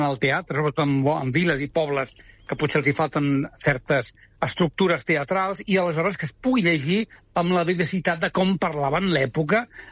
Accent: Reus, Catalonia, Spain; com a reusenc

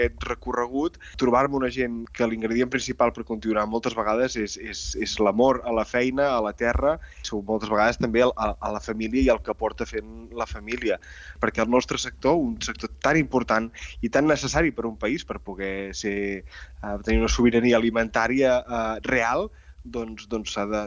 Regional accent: Catalonia, Spain; jo sóc de la Vall d'en Bas, de la Garrotxa, un espai on la pagesia respira per tot arreu

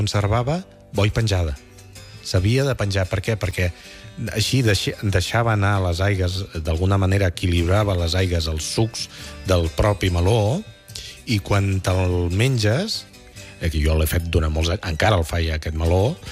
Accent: Catalonia, Spain; D'on soc jo originari, al Vallès, es feia bàsicament la blanca

